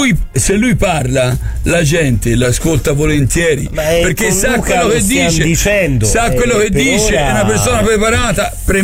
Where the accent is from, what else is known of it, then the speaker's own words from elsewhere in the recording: Florence, Tuscany, Italy; da fiorentino quale sono, e fortunatamente resterò.